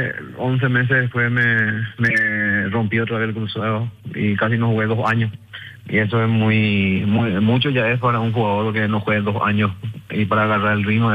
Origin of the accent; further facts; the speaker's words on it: Caazapá, Paraguay; Yo vine de Casapá y empecé en General Díaz en la sub-20.